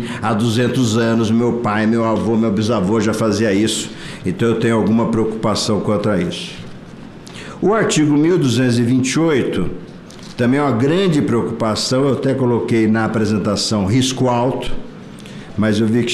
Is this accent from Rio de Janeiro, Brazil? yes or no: no; Presidente Prudente, São Paulo, Brazil; mesmo dentro do meu estado de São Paulo, Mogi das Cruzes é uma região, Presidente Prudente de onde eu venho é outra